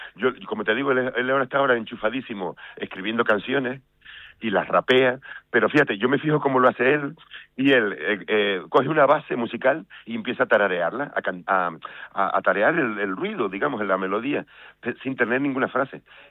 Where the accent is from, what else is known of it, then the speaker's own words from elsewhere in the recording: Granadilla de Abona, Canary Islands, Spain; also born or lived in London; yo soy de Granadilla y mi familia tiene una casa en La Caleta, ahí en La Caleta de Tajao, ahí al lado de en Arico.